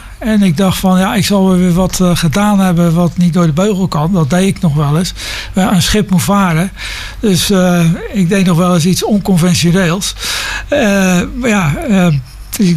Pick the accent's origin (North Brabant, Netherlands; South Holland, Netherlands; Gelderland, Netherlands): South Holland, Netherlands; Vlaardingen; also born or lived in Singapore; Uiteraard Vlaardingen, want ja, dat is toch de stad waar ik vandaan kom. En ik zie hier mooi staan Omroep Wetering. Nou, ik ben geboren in de Weteringenstraat.